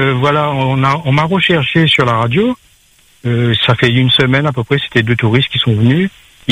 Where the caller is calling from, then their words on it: Réunion; comme je suis à La Réunion